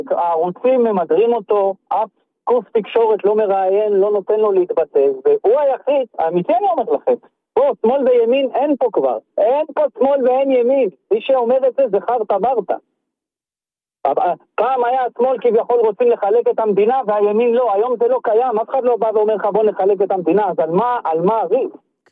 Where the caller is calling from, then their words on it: Tel Aviv-Yafo, Tel Aviv District, Israel; אני מיפו.